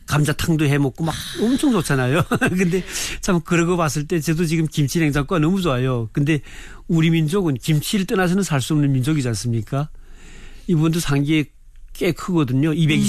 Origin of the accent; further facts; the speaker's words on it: North Korea; moved away as an adult; also born or lived in Pyongyang; now in South Korea; 평양은 제가 살 때도